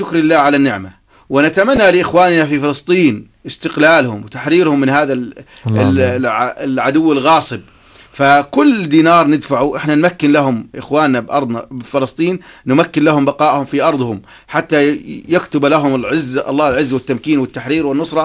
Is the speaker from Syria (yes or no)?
no; Jordan; احنا بلدنا الأردن بقيادتنا هاشمية